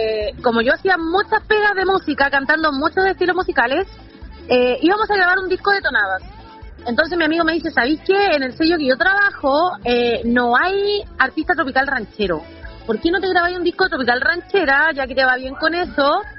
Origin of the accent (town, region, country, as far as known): Chile